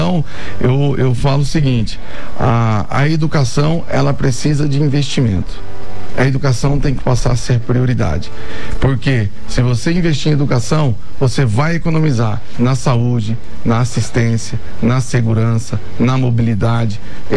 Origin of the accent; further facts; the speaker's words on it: Mato Grosso, Brazil; now in Campo Grande, Brazil; Eu venho do Mato Grosso, mas tenho parentes em Morrinhos, no Goiás, ali a região mais próxima de Goiânia. E eu estou aqui desde 98, estou em Campo Grande